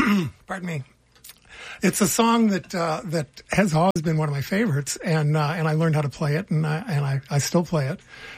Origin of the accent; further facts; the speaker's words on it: Whitehall, Ohio, United States; also born or lived in Salina, Kansas / Shreveport, Louisiana / Manawa, Wisconsin / Austin, Texas; I was born in Smoky Hill Air Force Base in Salina, Kansas in 1948. And we moved to, the list goes on and on, but Shreveport, Louisiana, Manawa, Wisconsin, Austin, Texas, Little Rock, Arkansas, Rome, New York, and then Whitehall, Ohio is where we settled.